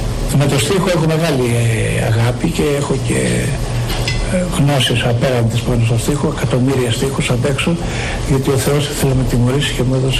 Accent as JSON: {"language": "Greek", "town": "Athens", "region": "Attica", "country": "Greece", "tie": "born or raised there", "said": "τα παιδικά μου χρόνια τα έζησα στο Κολωνάκι, τα απογευματινά ώρας στην πλατεία Κολωνακίου για το πρωί στην Δεξαμενή."}